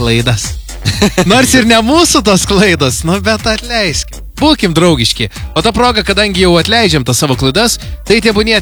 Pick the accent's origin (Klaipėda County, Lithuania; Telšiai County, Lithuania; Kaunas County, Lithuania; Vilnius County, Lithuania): Klaipėda County, Lithuania; Klaipėda; Galim pasidžiuoti, kad esam klaipėdiečiai.